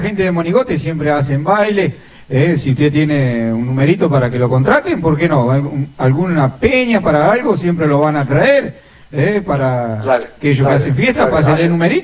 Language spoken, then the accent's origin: Spanish; Las Palmeras, Argentina; moved away as an adult; Yo soy de Las Pagos, de Las Palmeras, pero bueno, o sea, hace 6 años que estoy viviendo acá